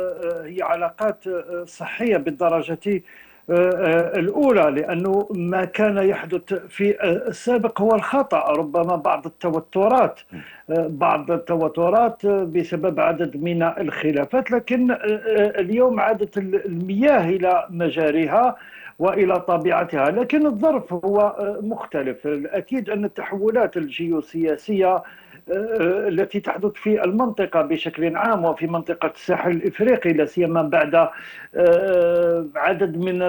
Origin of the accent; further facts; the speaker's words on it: Algeria; مبدأنا كجزائريين